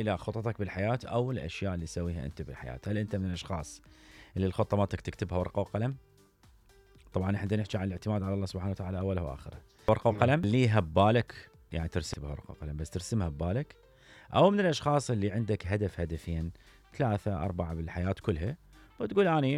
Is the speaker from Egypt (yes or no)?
no; Iraq; احنا كمجتمع عراقي